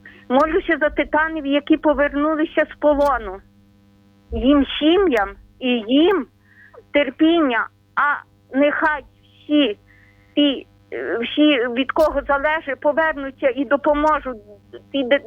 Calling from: Ternopil Oblast, Ukraine; ми з України. Вас вітає Тернопільщина

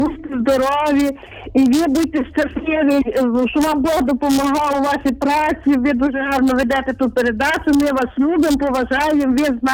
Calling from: Ivano-Frankivsk Oblast, Ukraine; Я з Рогатинщини, Івано-Франківщини.

